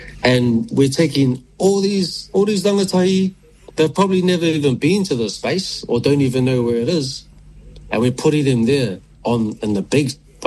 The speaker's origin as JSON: {"language": "English", "town": "Grey Lynn", "region": "Auckland", "country": "New Zealand", "tie": "born or raised there", "said": "born and raised in Grey Lynn. In my Nuean household, with my nana, my pop, my uncle, my other uncle, my mom, my dad, my cousin, my other cousin, the dog"}